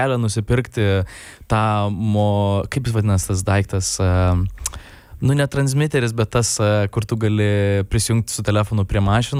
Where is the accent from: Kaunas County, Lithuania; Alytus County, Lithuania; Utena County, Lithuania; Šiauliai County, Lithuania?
Kaunas County, Lithuania; Kaunas; Užaugau Kaune, Dainavos rajone.